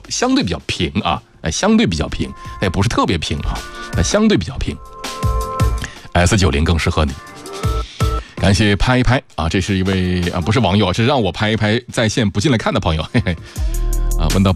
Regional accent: Hubei, China; 在我们湖北，尤其在宜昌，包括整个鄂西北啊

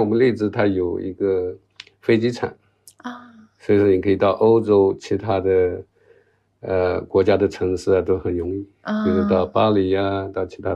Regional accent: Huizhou, Anhui, China; moved away as an adult; also born or lived in Nottingham; now in Leeds, United Kingdom; 其实和我的家乡就是徽州有点像，就是很漂亮的地方。

